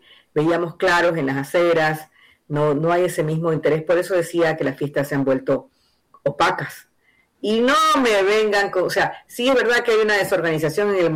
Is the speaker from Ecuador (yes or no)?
yes; Guayaquil, Guayas, Ecuador; Tengo que decirlo porque es lo que siento como guayaquileño.